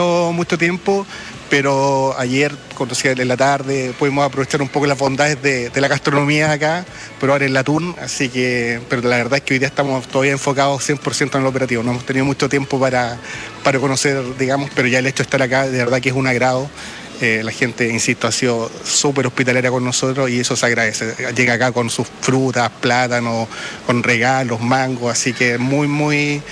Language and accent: Spanish; Temuco, Araucanía, Chile; Yo soy del sur de Chile, de Temuco